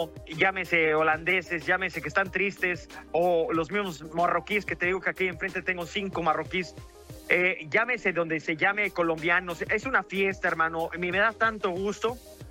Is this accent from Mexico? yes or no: yes; Mexico; now in Miami, United States; soy mexicano